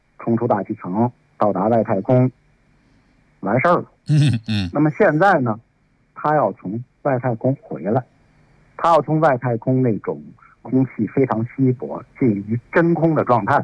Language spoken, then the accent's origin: Chinese; China; 那我们中国人尝试了第三种技术路径